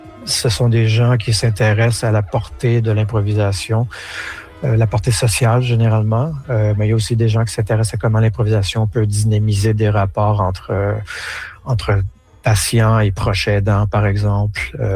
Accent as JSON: {"language": "French", "town": "Montreal", "region": "Quebec", "country": "Canada", "tie": "born or raised there", "moved": "as an adult", "lives_now": "Ontario, Canada", "said": "je suis de Montréal et dans ma jeunesse et même... à travers jusqu'à temps que je quitte Montréal pour m'installer en Ontario"}